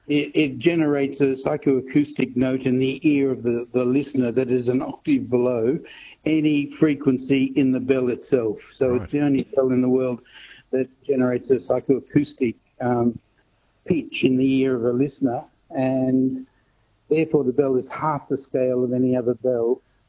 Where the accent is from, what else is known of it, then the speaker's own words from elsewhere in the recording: Warrnambool, Victoria, Australia; moved away; my days of growing up in Warrnambool